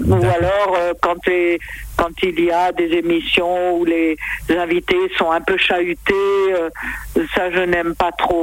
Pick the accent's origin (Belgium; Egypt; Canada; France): France; Nice, Provence-Alpes-Côte d'Azur; born there; moved away as an adult; also born or lived in Pont-Sainte-Maxence; de 8 à 23 ans, j'ai été à Nice.